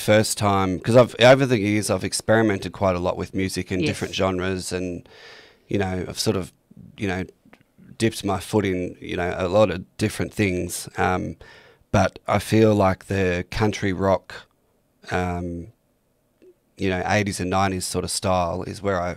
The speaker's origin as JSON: {"language": "English", "country": "Australia", "said": "We are brave, we are strong, we are passionate, we are hard workers, we are fair dinkum Aussies."}